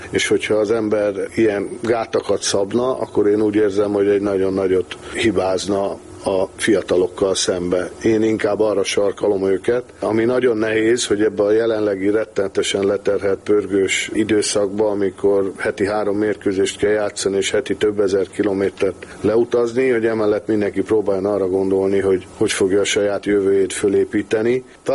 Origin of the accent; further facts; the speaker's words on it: Budapest, Hungary; moved away as an adult; now in Székesfehérvár, Hungary; én a Zugló kis stadion 7. kerület keleti pályaudvar, ott azon a környéken nőttem föl.